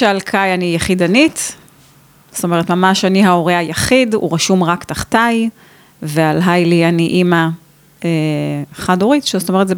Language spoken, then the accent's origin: Hebrew; Kiryat Haim, Haifa District, Israel; גדלתי אז בקריית חיים עד גיל 12